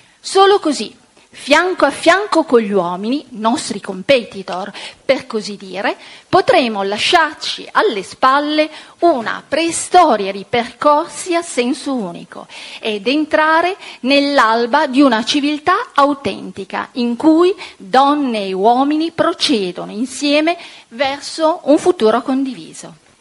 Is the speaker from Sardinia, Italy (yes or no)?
yes; Sardinia, Italy; Vengo dalla Sardegna